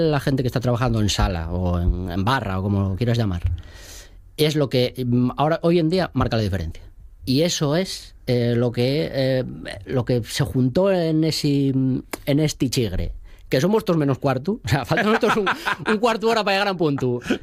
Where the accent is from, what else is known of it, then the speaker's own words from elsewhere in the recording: Asturias, Spain; Soy de La Nueva, iba a hacer un restaurante allí. Mi familia, parte de mi familia allí es de La Nueva. Y mi abuela vivía allí